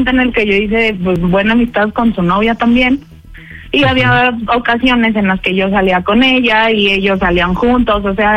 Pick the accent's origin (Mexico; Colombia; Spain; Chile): Mexico; Mexico City; now in Guadalajara, Mexico; Tengo 28 años, soy de la Ciudad de México, pero vivo en Guadalajara.